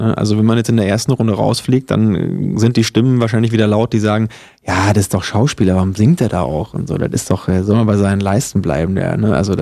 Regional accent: Norderstedt, Schleswig-Holstein, Germany; Ich komme aus Schleswig-Holstein. Ich komme aus einer Schlafstadt von Hamburg namens Norderstedt.

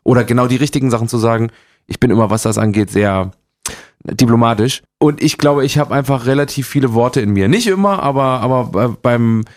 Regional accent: Gera, Thuringia, Germany

